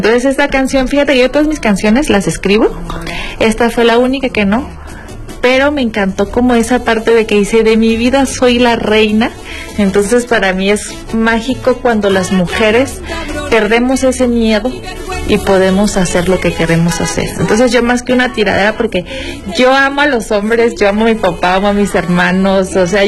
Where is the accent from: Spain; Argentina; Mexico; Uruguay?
Mexico; Zinapécuaro, Michoacán; Sinapecuaro, Michoacán.